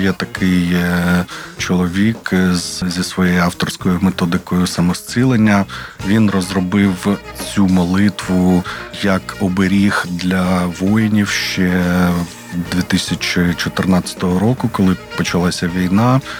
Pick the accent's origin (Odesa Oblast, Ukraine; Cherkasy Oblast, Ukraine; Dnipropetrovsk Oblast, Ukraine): Dnipropetrovsk Oblast, Ukraine; Kryvyi Rih; born there; я і Олександр, мій співавтор, композитор, ми народилися в Кривому Розі